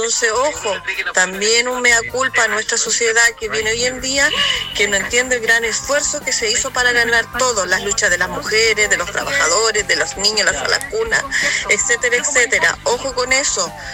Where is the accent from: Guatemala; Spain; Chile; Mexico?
Chile; Yo soy de Tierras Blancas, niña de la dictadura, donde conocí perfectamente las calles de tierra, los baños de pozo, cuando llovía se hacían agujeros gigantes.